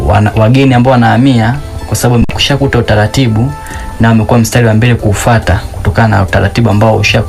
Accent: Bonyokwa, Dar es Salaam, Tanzania; lakini kwa mifumo ya kule kwetu Bonyokwa wameona huu ndio mfumo sahihi wa kufanyika kutokana na mandhari ya kule. Najua Bonyokwa ni mandhari ya milima panda shuka

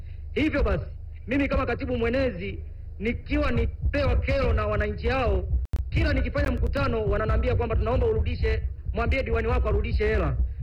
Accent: Ifunda, Iringa, Tanzania; Nimetokea kata ya Rumuli. Ifunda.

